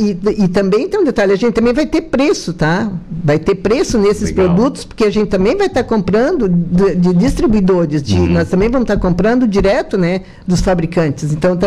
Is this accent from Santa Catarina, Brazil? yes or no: yes; Araranguá, Santa Catarina, Brazil; now in Sombrio, Brazil; Mas a minha terra, né, do coração é Araranguá. Como eu digo, minha mãe enterrou nosso zumbigo aqui em Araranguá, né?